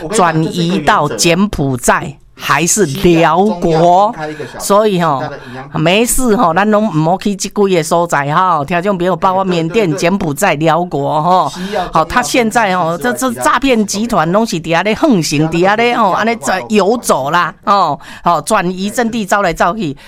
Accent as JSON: {"language": "Chinese", "country": "Taiwan", "said": "我们台湾人"}